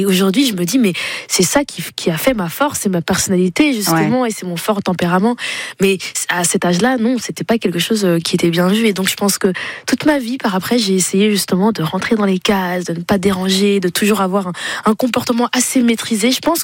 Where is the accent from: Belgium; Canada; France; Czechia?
Belgium; Flanders; en plus moi j'ai grandi en Flandre, donc la partie flamande de la Belgique.